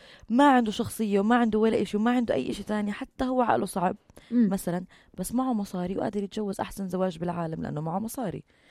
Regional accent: Beirut, Beirut Governorate, Lebanon; أنا من بيروت حضرتك

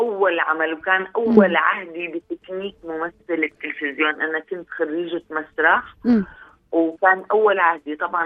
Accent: Damascus, Damascus Governorate, Syria; moved away as an adult; also born or lived in Russia; أنا صح من دمشق

